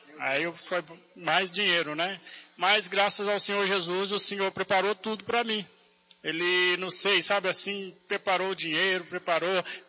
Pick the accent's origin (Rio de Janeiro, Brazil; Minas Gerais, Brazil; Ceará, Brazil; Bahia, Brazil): Minas Gerais, Brazil; now in São Paulo, Brazil; Eu sou de Minas